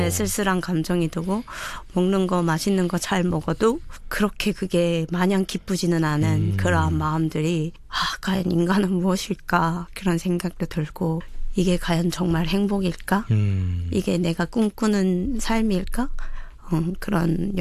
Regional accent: North Korea; now in Gyeonggi Province, South Korea; 내 고향은 떠났고 내 부모 형제하고는 헤어졌지만 그 한반도의 반쪽에 난 항상 있다라는 그 마음 하나로 하나됨을 계속 느끼고 삽니다.

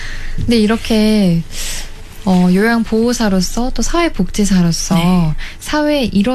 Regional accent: North Korea; born or raised there; moved away

